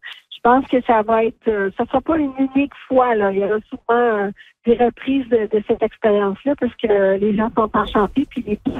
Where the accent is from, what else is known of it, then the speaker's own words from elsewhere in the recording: Quebec, Canada; Faut savoir que moi, je viens des Laurentides, j'habite à Val-David.